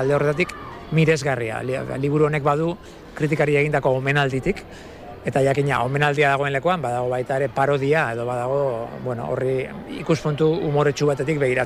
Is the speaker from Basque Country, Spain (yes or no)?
yes; San Sebastián, Basque Country, Spain; born there; also born or lived in Lasarte; Donostiarra naiz izatez, Lasarten jaioa, baina Donostian dara matzatu 30 urte baino gehiago.